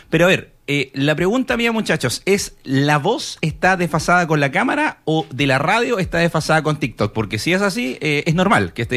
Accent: Chile; ahí todos somos chilenos, todos nos unimos

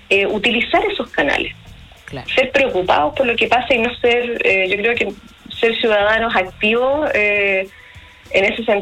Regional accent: Buenos Aires, Argentina; Y nosotros como los porteños nos íbamos a vacacionar a otros lados

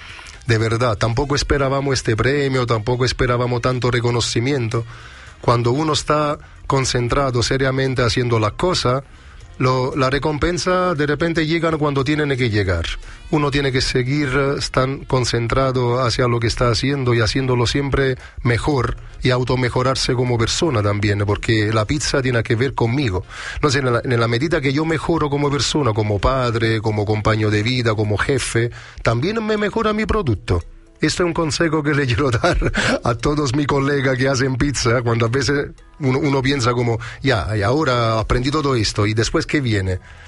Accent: Naples, Campania, Italy; moved away; vengo de Nápoles

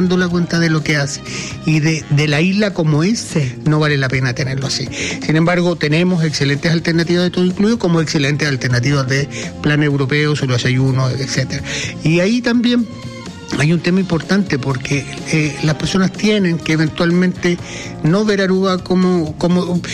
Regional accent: Chile; particularmente para nosotros como chilenos

